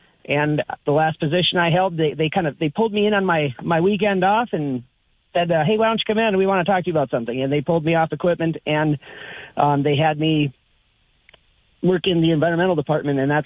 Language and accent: English; North Dakota, United States; Well, originally I am from the Regan-Wilton area. I went to NDSU